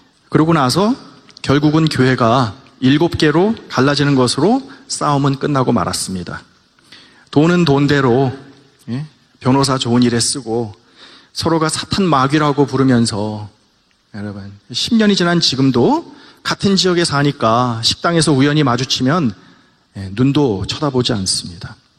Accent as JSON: {"language": "Korean", "country": "South Korea", "moved": "yes", "lives_now": "Los Angeles, United States", "said": "저는 2세니까요. 저는 뭐 초등학교 때 와서 한국말 잘 몰라요."}